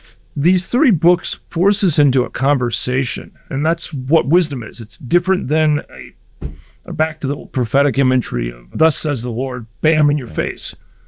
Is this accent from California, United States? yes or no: no; West Lafayette, Indiana, United States; I grew up in Purdue's campus, West Lafayette, Indiana, but both my parents are from Northeast Nebraska.